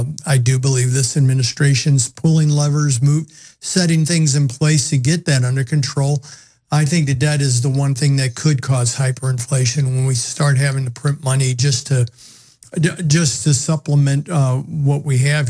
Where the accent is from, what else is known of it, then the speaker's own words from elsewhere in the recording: United States; maybe I'm a little biased because I'm an American